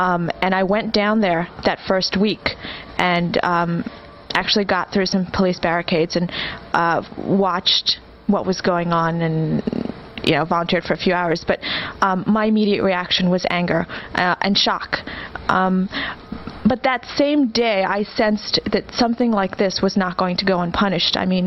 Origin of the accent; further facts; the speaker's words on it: New York, United States; I was angry just as any New Yorker.